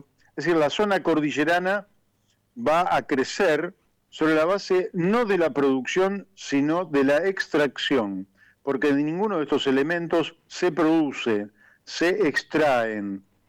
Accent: Argentina; nosotros somos Argentina

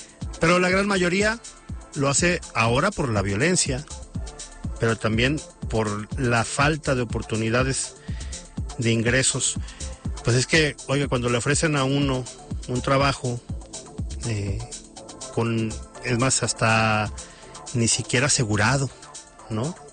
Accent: Mexico; nosotros como mexicanos

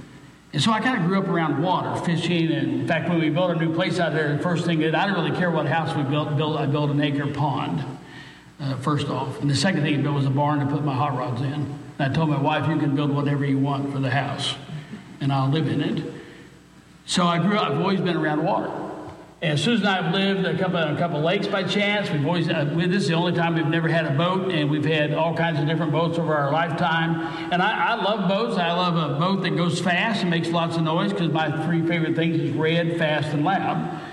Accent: Creighton, Missouri, United States; moved away; I grew up in Creighton, Missouri, which is, I don't know, an hour and a half to the west of here in south of Kansas City, a little town of 300 people in the 70s.

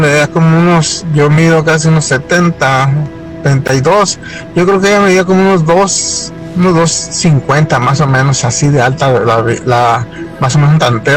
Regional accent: Santa Marta, Magdalena, Colombia; el chiste es que yo soy de Santa Marta, mi tamita, como les digo. Yo soy guadalupano.

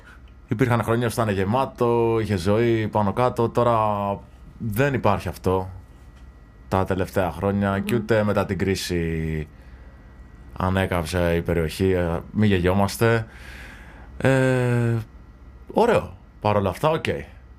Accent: Aliveri, Central Greece, Greece; Δεν έφυγα ποτέ από τα Αλιβέρι

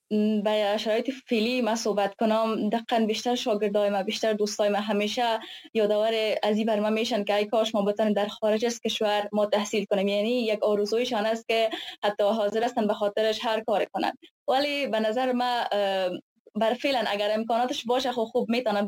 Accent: Afghanistan; من خودم مثلا جوان امروزی، جوان هستم در افغانستان بزرگ شدم

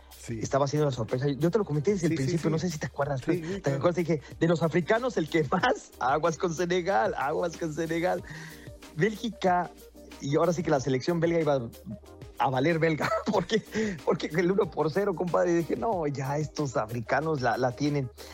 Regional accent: Mexico; Yo te digo, como mexicano prefería a los de Inglaterra a Congo, sí.

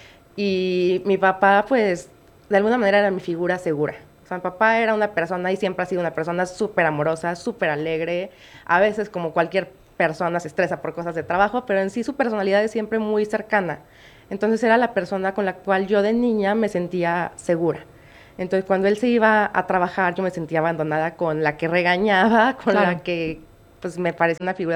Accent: Mexico City, Mexico; born there; Nací aquí en Ciudad de México. Mi familia siempre ha sido, pues en realidad, muy unida. Mi papá es abogado, mi mamá es ingeniera, una familia tradicional mexicana, ¿no?

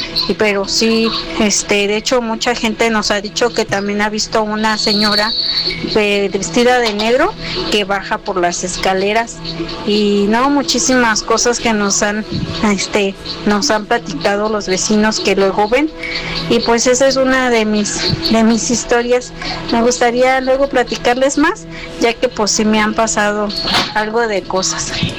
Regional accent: Celaya, Guanajuato, Mexico; Yo soy originaria de Celaya, Guanajuato. Cuando era una niña, tenía como 8 años, yo vivía antes en la casa de mi abuelita.

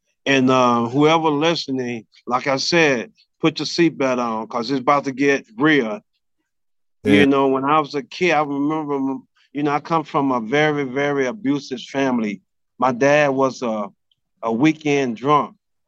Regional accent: Johnstown, Mississippi, United States; I'm from Johnstown, Mississippi, a population of 1,000 people. Johnstown is approximately an hour south of Memphis, Tennessee.

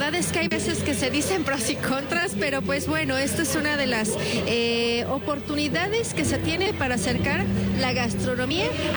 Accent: Yucatán, Mexico; los yucatecos, los que ya vivimos aquí hace tiempo

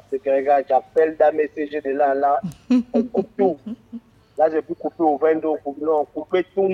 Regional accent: Gabon; tout ce que moi j'ai fait pour le Gabon, et vous j'ai dit, Gabonais, nous sommes Gabonais.

